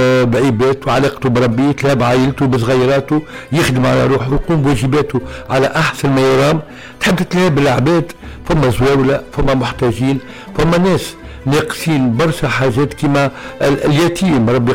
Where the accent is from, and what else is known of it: Tunisia